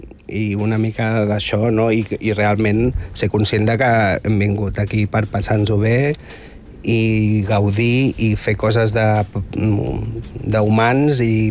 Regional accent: Sant Celoni, Catalonia, Spain; born there; moved away as an adult; now in Barcelona, Spain; vaig néixer a Barcelona, tot i que els meus pares ja s'havien anat a viure... Els meus pares són de Navarra i van viure a Barcelona uns anys, però quan jo vaig néixer van anar a Sant Celoni, però jo vaig néixer a un hospital de Barcelona

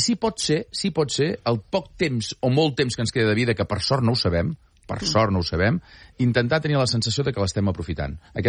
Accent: Sant Feliu de Buixalleu, Catalonia, Spain; ell vol ser enterrat a Sant Feliu de Buixalleu, al meu poble

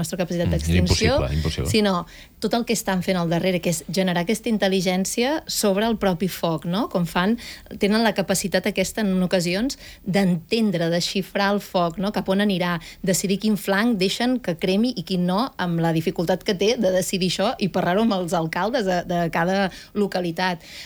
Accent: Banyoles, Catalonia, Spain; Nosaltres, per exemple, jo que soc de Banyoles

